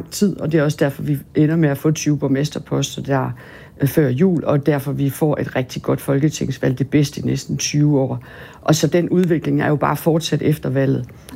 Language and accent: Danish; Jutland, Denmark; Jeg er jyde, men ikke så meget jyde, er nødt til at sige.